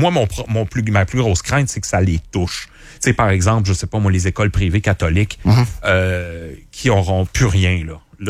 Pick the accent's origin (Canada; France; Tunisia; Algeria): Canada; On est des Canadiens français catholiques.